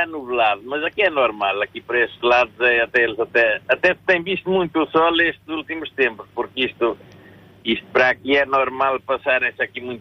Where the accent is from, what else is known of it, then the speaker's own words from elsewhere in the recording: Ansião, Leiria, Portugal; Eu sou do distrito de Leiria, de uma terra chamada Ancião.